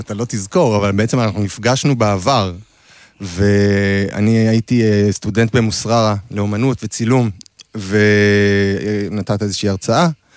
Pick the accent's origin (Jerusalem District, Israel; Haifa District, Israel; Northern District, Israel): Jerusalem District, Israel; Jerusalem; וגם כי אנחנו ירושלמים.